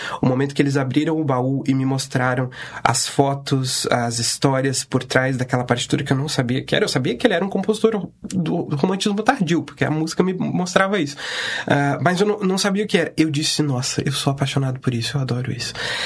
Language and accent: Portuguese; Blumenau, Santa Catarina, Brazil; Eu sou de Blumenau.